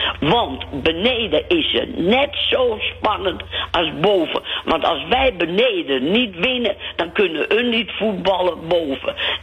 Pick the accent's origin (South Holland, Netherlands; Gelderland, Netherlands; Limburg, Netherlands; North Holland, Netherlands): North Holland, Netherlands; Muiden; Nou, niet van de Volendam, maar wel van de Muiden.